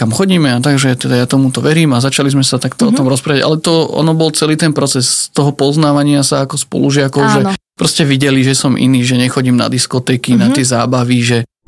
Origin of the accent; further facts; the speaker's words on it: Modra, Bratislava Region, Slovakia; Pochádzam z Modry, z kresťanskej rodiny.